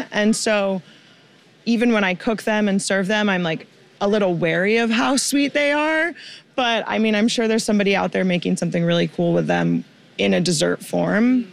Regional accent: California, United States; also born or lived in England; I was born in England and my entire family is British. And we moved over here when I was about 2. So I really grew up in California, but constantly going back to the UK.

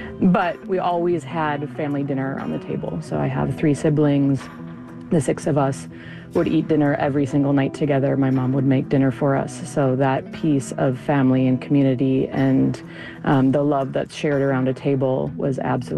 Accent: St. Paul, Minnesota, United States; now in Escondido, United States; I grew up in St. Paul, Minnesota, so I was a Midwestern city girl

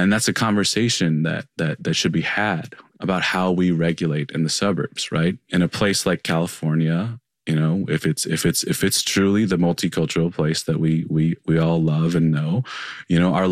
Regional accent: Taiwan; I'm from Taiwan and we're Buddhist as well, but we're not like always at the temple.

